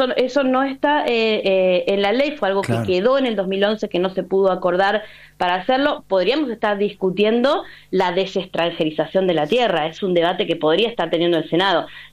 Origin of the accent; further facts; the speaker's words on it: Río Negro, Argentina; yo soy del departamento de Bariloche.